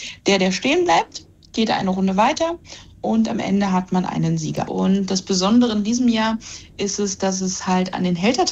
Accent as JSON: {"language": "German", "town": "Kromlau", "region": "Brandenburg", "country": "Germany", "tie": "born or raised there", "said": "Also ich komme selber aus Kromlau. Mit sorbischen Ostereiern bin ich auch groß geworden."}